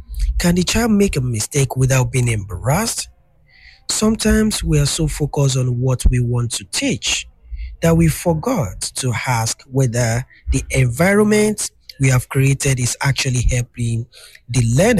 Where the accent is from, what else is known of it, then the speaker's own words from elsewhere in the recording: Ibadan, Oyo, Nigeria; Ibadan happens to be my hometown.